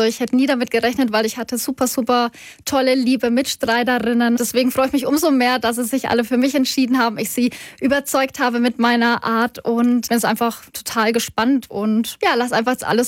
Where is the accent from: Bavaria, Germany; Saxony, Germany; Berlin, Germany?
Bavaria, Germany; Karlstadt; ich komme aus Karlstadt und darf euch als neue Volksfestkönigin begrüßen.